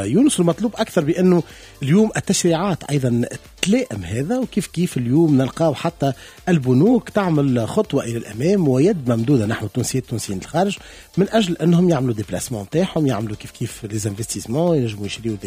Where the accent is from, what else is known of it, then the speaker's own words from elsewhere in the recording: Tunisia; أنا كتونسي